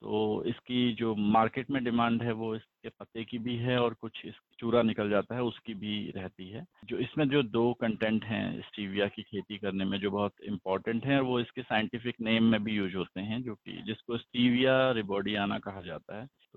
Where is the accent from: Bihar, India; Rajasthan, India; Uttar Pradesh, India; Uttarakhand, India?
Uttarakhand, India; Haldwani; मैं उत्तराखंड के हल्द्वानी से बिलोंग करता हूँ